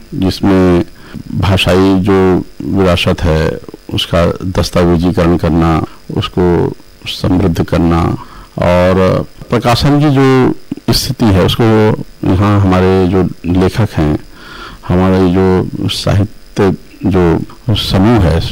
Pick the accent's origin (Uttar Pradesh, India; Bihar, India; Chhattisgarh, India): Chhattisgarh, India; Raipur; हम चूंकि अपने छत्तीसगढ़ महतारी के जो कर हमन ओकर द्वारा जो प्रदत्त हमारे जो संस्कार है ना ओकर छाँव में जो हमन पले बढ़े हैं